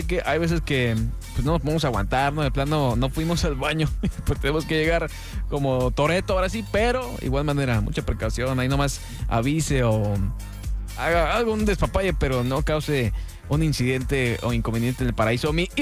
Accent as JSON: {"language": "Spanish", "town": "Culiacán", "region": "Sinaloa", "country": "Mexico", "tie": "born or raised there", "said": "A mí me recuerda el olor del mar o de un río a mi infancia, porque yo vivía en Culiacán. Cuando estaba pequeña salíamos de la primaria y nos íbamos derechito al río porque hacía muchísimo calor."}